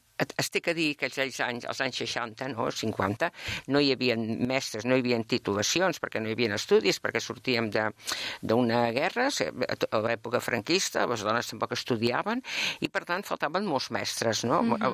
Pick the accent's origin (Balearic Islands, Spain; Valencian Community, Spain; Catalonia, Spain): Catalonia, Spain; Gallecs; doncs, soc una persona que vaig néixer a Can Jornet de Gallecs l'any 1945, per tant, tinc 81 anys, i m'he passat la vida entre Gallecs, Mollet, i una miqueta